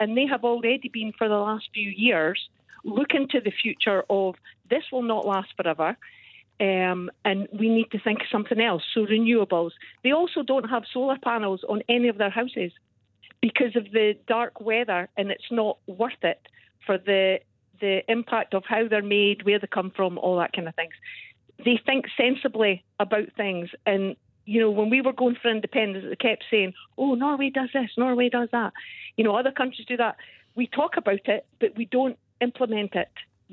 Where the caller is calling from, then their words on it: Aberdeen, Scotland, United Kingdom; It's not just about the jobs in the northeast. I'm in Aberdeen. I see it. I see families.